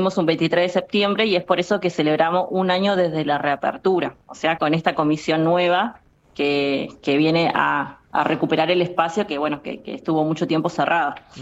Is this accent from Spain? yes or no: no; Río Grande, Tierra del Fuego, Argentina; born or raised there